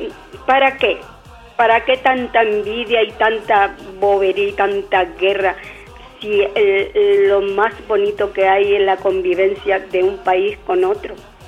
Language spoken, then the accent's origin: Spanish; Canary Islands, Spain; yo soy española y primero, y también soy canaria